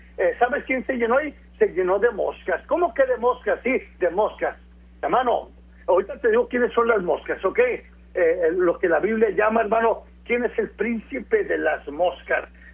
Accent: Ciudad Juárez, Chihuahua, Mexico; ¿cuándo iba yo a pensar que en mi ciudad natal, Ciudad Juárez, Chihuahua, iba a haber, hermano, un montón de ignorantes marchando en contra de Israel?

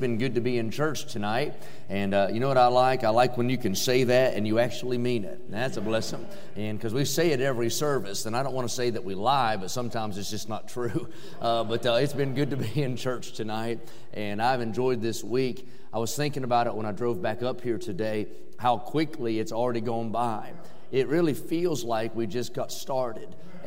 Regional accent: West Virginia, United States; I grew up in West Virginia, and it's a little bit prettier here than where I'm from because our hills are so close together you can't tell where we have any.

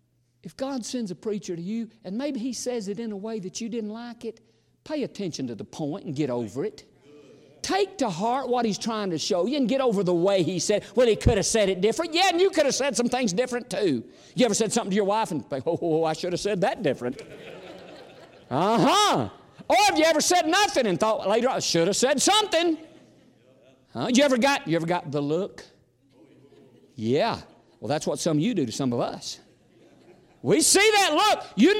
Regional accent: Tennessee, United States; I'm from Smith County, home of Al Gore.

